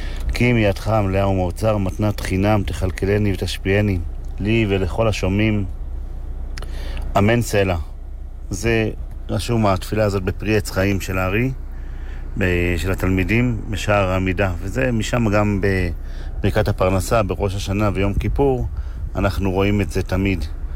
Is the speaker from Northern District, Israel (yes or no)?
yes; Safed, Northern District, Israel; בתור ילד שגדל בצפת